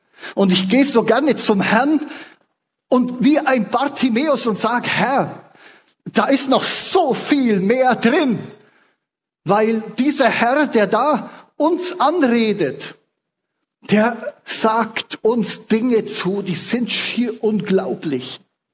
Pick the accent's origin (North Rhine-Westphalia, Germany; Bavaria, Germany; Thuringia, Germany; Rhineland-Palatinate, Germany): Bavaria, Germany; früher bin ich bin gebürtiger Allgäuer, auf dem Land aufgewachsen.